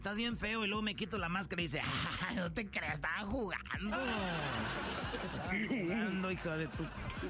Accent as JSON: {"language": "Spanish", "region": "Michoacán", "country": "Mexico", "said": "Yo soy de Michoacán."}